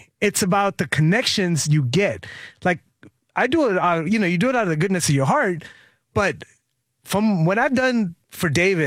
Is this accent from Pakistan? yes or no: yes; Pakistan; like being Pakistani and in the hip hop scene, there wasn't many, still isn't many.